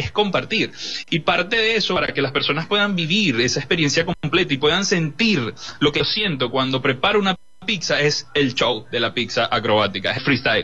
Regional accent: Peru; moved away as an adult; now in Venezuela; Una de las metas que me propuse desde que vine de Perú es llevar a Venezuela en el nivel de pizzería más arriba

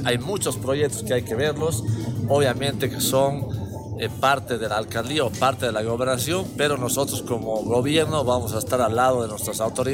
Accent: Tarija, Bolivia; Yo soy ministro, yo soy de Tarija

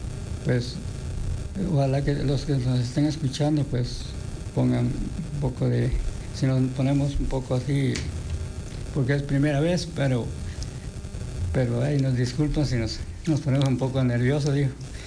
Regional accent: La Unión, Zacapa, Guatemala; soy originario del Campanario de La Unión Zacapa. Soy, en mi comunidad, pues soy asociado de la comunidad indígena de Campanario Progreso.

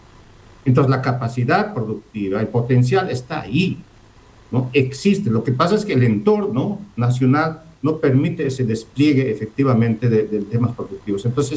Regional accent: Bolivia; Y esto no quiere decir que nosotros no produzcamos riqueza porque somos ineficientes, porque somos bolivianos

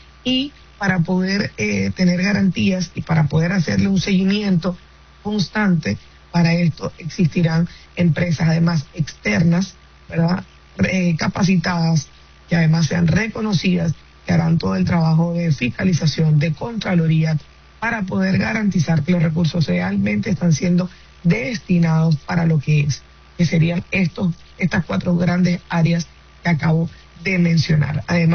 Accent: Zulia, Venezuela

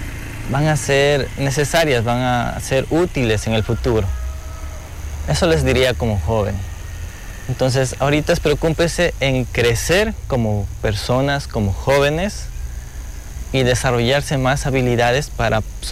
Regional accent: Ecuador; regresé aquí, a mi pueblo, y estamos aquí.

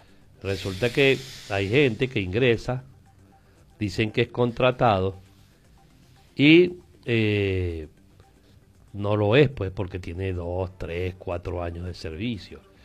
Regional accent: El Tigre, Anzoátegui, Venezuela; born there; Yo nací en El Tigre, Estado Anzoátegui

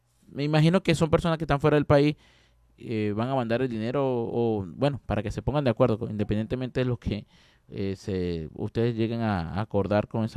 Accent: Venezuela

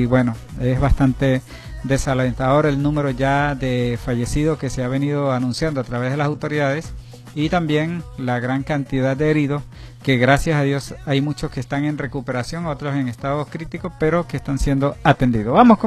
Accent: Venezuela

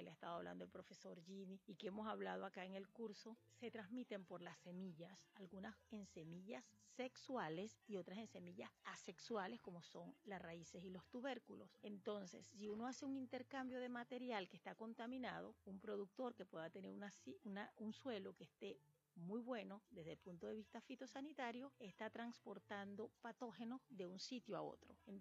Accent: Venezuela

